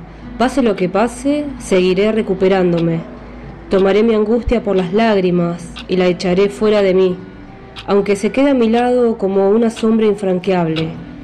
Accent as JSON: {"language": "Spanish", "town": "Bahía Blanca", "region": "Buenos Aires Province", "country": "Argentina", "tie": "born there", "moved": "yes", "lives_now": "Cipolletti, Argentina", "said": "nací en Bahía Blanca, pero hace muchos años que vivo acá en el Valle, en Cipolletti."}